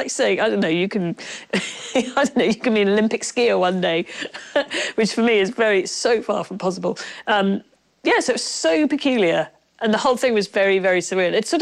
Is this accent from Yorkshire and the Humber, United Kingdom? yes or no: no; Northern Ireland, United Kingdom; born there; moved away; also born or lived in Wales; Well, I was born in County Derry, and then I moved to Wales, and then I moved to Ireland, and yeah, it's very complicated.